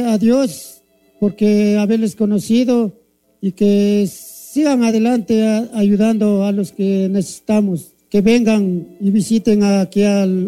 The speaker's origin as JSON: {"language": "Spanish", "region": "Cochabamba", "country": "Bolivia", "said": "soy de Cuchabamba."}